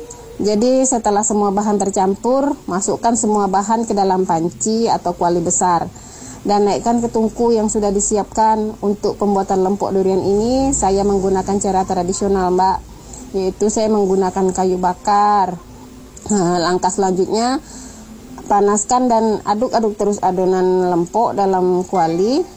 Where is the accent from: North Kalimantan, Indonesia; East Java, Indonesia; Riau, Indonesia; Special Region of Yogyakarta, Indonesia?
Riau, Indonesia; born there; moved away as an adult; now in Jambi, Indonesia; daerah kelahiran saya di Riau